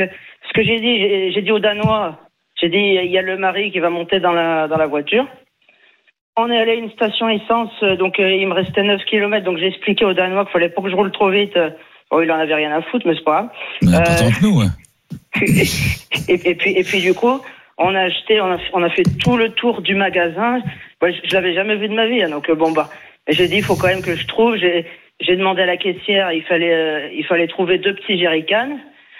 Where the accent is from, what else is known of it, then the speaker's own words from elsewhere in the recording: Pays de la Loire, France; je suis originaire des Pays de la Loire, là d'ailleurs j'habite en Mayenne